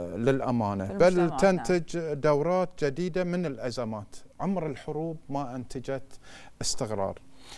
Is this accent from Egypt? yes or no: no; Bahrain; إحنا كبحرينيين